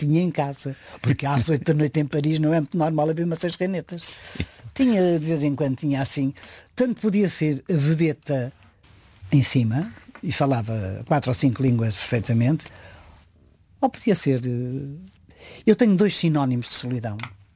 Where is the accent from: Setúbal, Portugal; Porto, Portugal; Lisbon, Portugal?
Lisbon, Portugal; A minha infância foi passada nos Olivais.